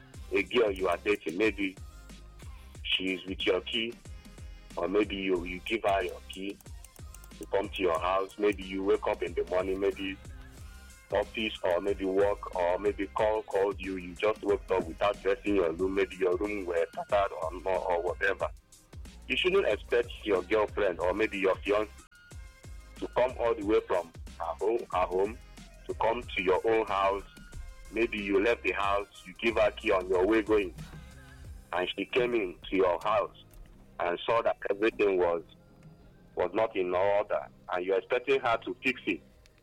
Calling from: Enugu State, Nigeria; I'm calling from Obago, Kotano, precisely in the Enugu Southwest government.

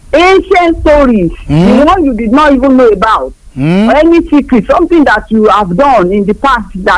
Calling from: Abeokuta, Ogun, Nigeria; I am from Abeokuta

